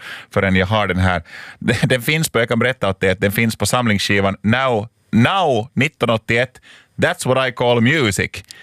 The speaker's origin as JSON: {"language": "Swedish", "town": "Lapinjärvi", "region": "Uusimaa", "country": "Finland", "said": "jag kommer själv från Östra Nyland, från Lappträsk"}